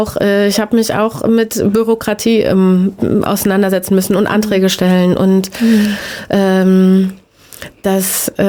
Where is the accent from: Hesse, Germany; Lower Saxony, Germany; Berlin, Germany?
Hesse, Germany; Eschwege; moved away as an adult; also born or lived in Leipzig; ich bin in Eschwege geboren sogar und hier aufgewachsen, bin dann mit 19 weg, ab in die Welt und war ganz viel an unterschiedlichen Orten und in unterschiedlichen Ländern auch wohnhaft.